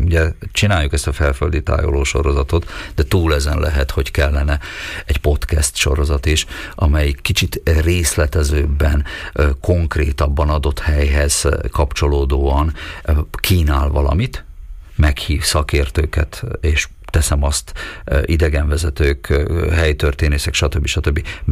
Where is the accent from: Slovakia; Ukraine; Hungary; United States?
Slovakia